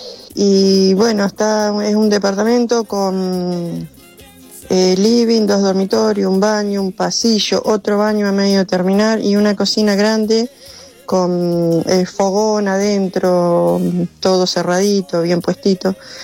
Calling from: Bahía San Blas, Buenos Aires Province, Argentina; de San Blas

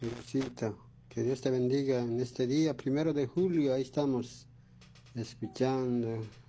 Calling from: La Paz, Bolivia; Yo soy uno de la paz, soy

